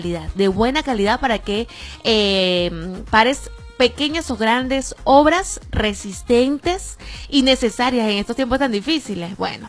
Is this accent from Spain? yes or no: no; Venezuela; Yo digo que nosotros como venezolanos sentimos